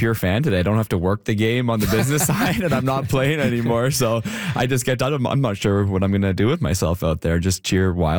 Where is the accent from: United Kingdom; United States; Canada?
Canada; Vancouver, British Columbia; moved away; I'm from Vancouver originally